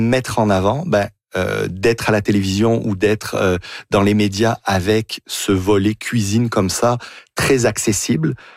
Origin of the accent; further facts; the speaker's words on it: France; also born or lived in Quebec, Canada; Je suis né en France. Je suis arrivé ici avec mes parents, j'avais un an ou deux, et je suis reparti plus jeune. Je suis reparti vers 10 ans. J'ai fait mon apprentissage en France, donc j'ai vraiment partagé mon temps entre le Québec et la France.